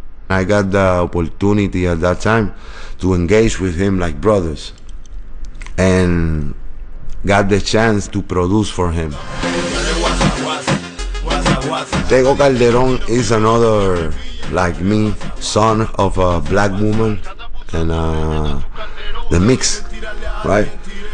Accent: San Juan, Puerto Rico; moved away; also born or lived in Boston

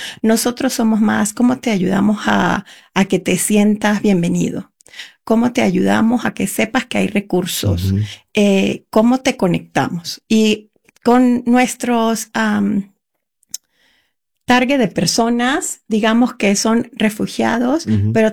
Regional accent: Venezuela; now in Utah, United States; Venezolana.

